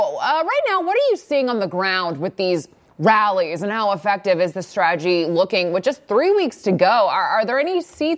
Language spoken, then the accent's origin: English; Georgia, United States; my home state of Georgia.